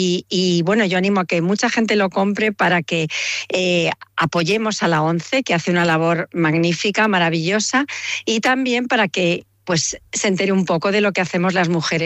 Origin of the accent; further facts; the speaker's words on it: Ciudad Real, Castilla-La Mancha, Spain; born there; now in Madrid, Spain; represento a Castilla-La Mancha, Ciudad Real es mi ciudad donde yo nací